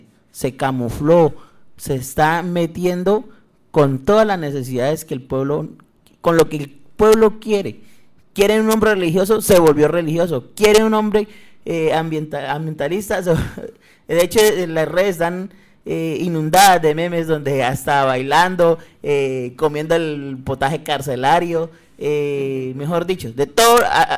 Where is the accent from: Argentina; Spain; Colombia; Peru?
Colombia; ese punto de resistencia somos nosotros los colombianos.